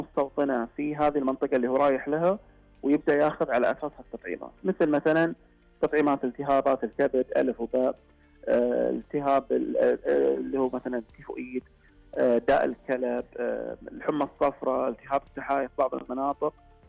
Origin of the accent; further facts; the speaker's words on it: Saudi Arabia; عندنا في السعودية